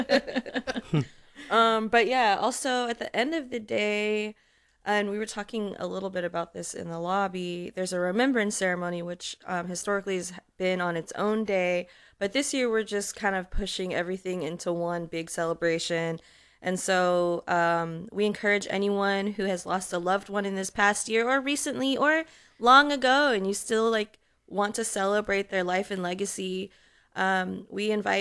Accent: Houston, Texas, United States; now in Austin, United States; I grew up in Houston, so I definitely grew up knowing about Juneteenth. It's so close to Galveston

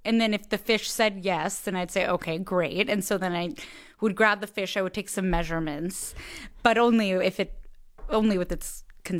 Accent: Philadelphia, Pennsylvania, United States; I am from Philadelphia, Pennsylvania.

